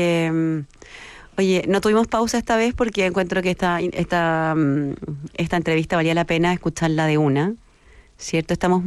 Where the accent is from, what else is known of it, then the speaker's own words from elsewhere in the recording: Chile; Todos somos chilenos.